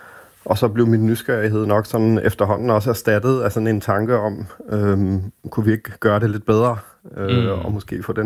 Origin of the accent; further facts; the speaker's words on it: Copenhagen, Capital Region of Denmark, Denmark; jeg er københavner og vokset op her